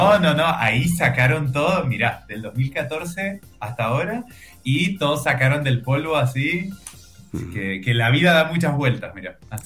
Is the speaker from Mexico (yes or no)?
no; Argentina; en Argentina somos mucho de las cábalas cuando miras fútbol.